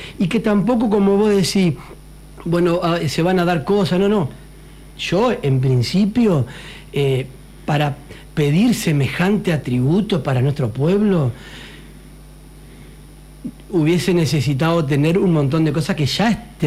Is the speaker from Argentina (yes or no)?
yes; Diamante, Entre Ríos, Argentina; esto no es en contra ni de mi pueblo que amo